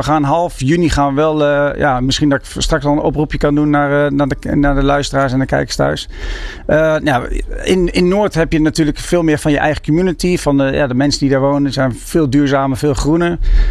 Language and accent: Dutch; The Hague, South Holland, Netherlands; Ik kom zelf uit Den Haag.